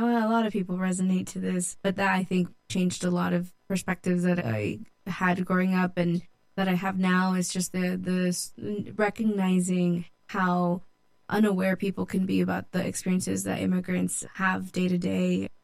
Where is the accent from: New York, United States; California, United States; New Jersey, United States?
California, United States; Modesto; also born or lived in Mexico; I grew up here in Modesto, but I am a product of immigrant farm workers. I grew up after we moved from Mexico here in Modesto since the age of 6, and I had all of my education here.